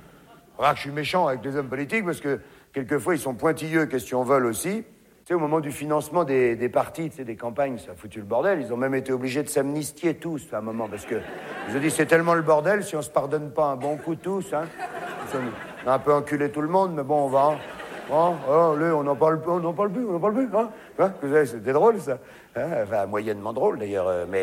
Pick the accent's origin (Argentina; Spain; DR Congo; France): France; Hein, vous avez vu, chez nous, en France, ils ont dit, ah oui.